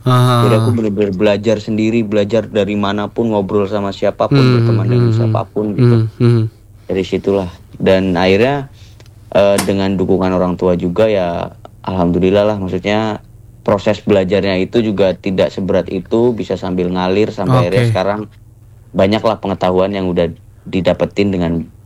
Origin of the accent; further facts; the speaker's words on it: Pringsewu, Lampung, Indonesia; now in Jakarta, Indonesia; Dan bahkan kampungku pun kabupatennya itu namanya Pringsewu. Pringsewu. Dan okay, desaku okay. namanya Ambarawa